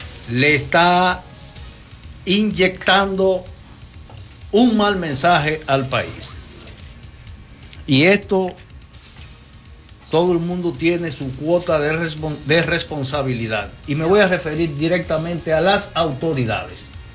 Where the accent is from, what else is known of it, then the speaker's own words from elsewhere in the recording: Dominican Republic; Me preocupa como dominicano